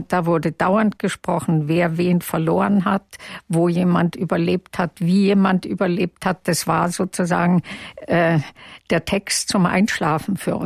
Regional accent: Bavaria, Germany; born there; first language Yiddish; German is a second language

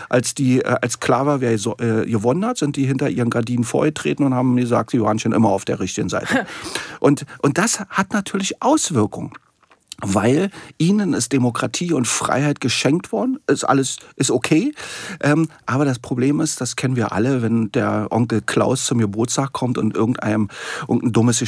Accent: East Germany, Germany; ich kann mich noch sehr gut an meine Kindheit, Jugend und dann vor allen Dingen mein frühes Erwachsenenleben in der DDR erinnern.

